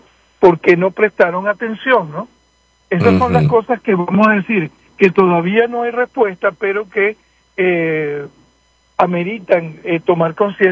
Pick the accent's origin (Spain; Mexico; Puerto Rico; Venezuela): Venezuela; uno siendo venezolano sabe que Venezuela no sabía que, uno sabía que había habido terremotos y que en Caracas había habido un terremoto grande de memoria histórica. Yo era un niño cuando eso ocurrió, en el año 1967.